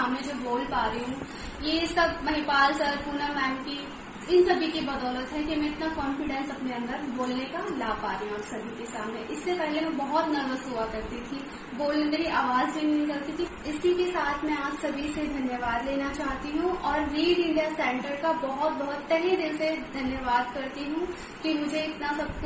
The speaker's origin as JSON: {"language": "Hindi", "region": "Delhi", "country": "India", "said": "और मैं दिल्ली से हूँ।"}